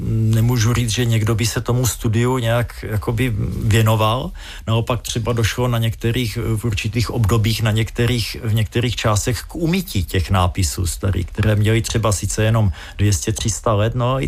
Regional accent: Brno, South Moravian Region, Czechia; já jsem Brňák. Tak, tam musí být poznat z toho, jak mluvím

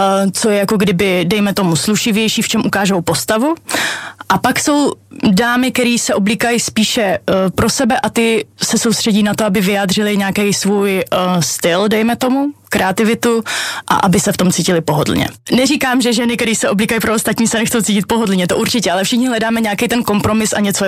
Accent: Brno, South Moravian Region, Czechia; jsem taková ženská z Brna.

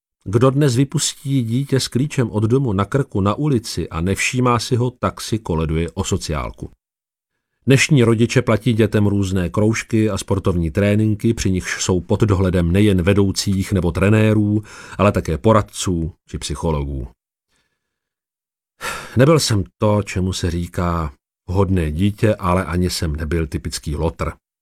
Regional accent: Tišnov, South Moravian Region, Czechia; also born or lived in Brno; Pocházím z Tišnova, což je město v okrese Brno-venkov, asi 20 km severozápadně od Brna, nedaleko soutoku Svratky a Loučky. Ovšem na svět jsem přišel v Brně

